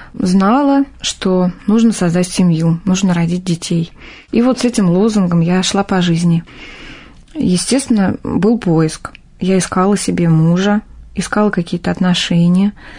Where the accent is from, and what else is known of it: Ivanteyevka, Moscow Oblast, Russia; born or raised there; moved away as an adult; also born or lived in Pereslavl-Zalessky; now in Moscow, Russia